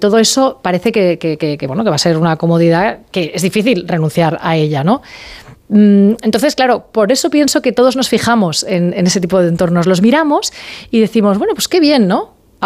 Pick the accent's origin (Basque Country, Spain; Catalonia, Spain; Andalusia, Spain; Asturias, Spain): Catalonia, Spain; Sant Feliu de Llobregat; Yo había estado trabajando en Barcelona hasta aquel momento, porque soy de San Feliu de Llobregat, y en un momento dado me llaman para irme a las mañanas de 4